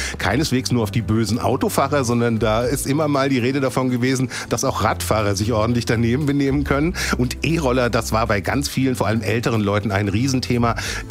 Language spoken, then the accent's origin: German; Hesse, Germany; Ich bin in der Nähe aufgewachsen